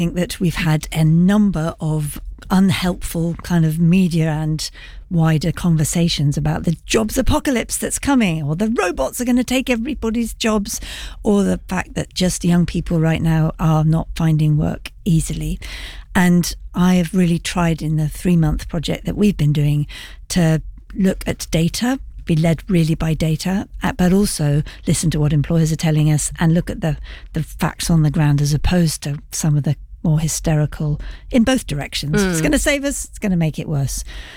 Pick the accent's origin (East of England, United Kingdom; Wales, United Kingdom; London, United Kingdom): London, United Kingdom; Because as a Londoner right now, it's pretty hard to understand, okay, what jobs are they going to be for me?